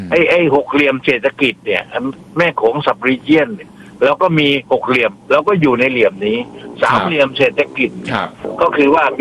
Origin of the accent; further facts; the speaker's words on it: Southern Thailand, Thailand; ผมยืนยันว่าผมเป็นคนใต้